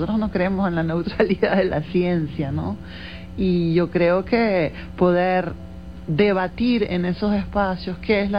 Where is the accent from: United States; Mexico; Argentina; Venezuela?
Venezuela; como venezolanos, como venezolanas